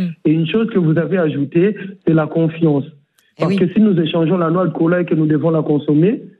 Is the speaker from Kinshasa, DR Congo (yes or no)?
yes; Kinshasa, DR Congo; born there; Je suis né à Kinshasa et mon grand-père venait du village.